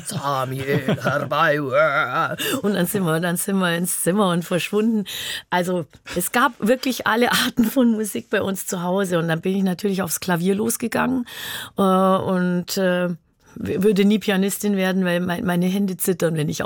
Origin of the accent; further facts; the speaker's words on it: Günzburg, Bavaria, Germany; Ich bin in Günzburg an der Donau aufgewachsen. Das ist ein kleines, eine große Kreisstadt des Landkreises Günzburg mit ungefähr 20.000 Einwohnern.